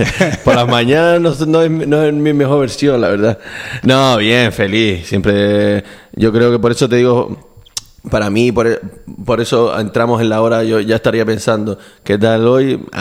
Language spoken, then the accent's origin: Spanish; Fuerteventura, Canary Islands, Spain; moved away as an adult; now in Gran Canaria, Spain; nací en Gran Canaria, pero mi madre es profesora y me llevó para allá de pequeño. Y después realmente volví a los 20, 21 otra vez para acá.